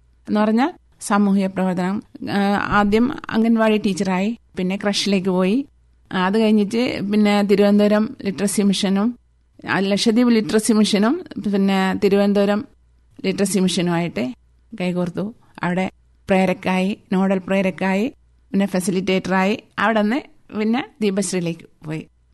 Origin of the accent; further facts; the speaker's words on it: Androth, Lakshadweep, India; ഞാൻ ആന്ധ്രോത്തിൽ നിന്നാണ് വരുന്നത്.